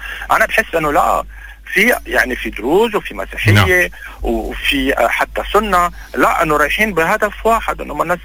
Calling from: Lebanon

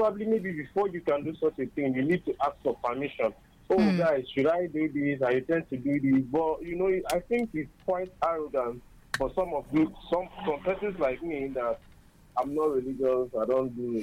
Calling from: Enugu, Enugu State, Nigeria; I'm calling from Enugu.

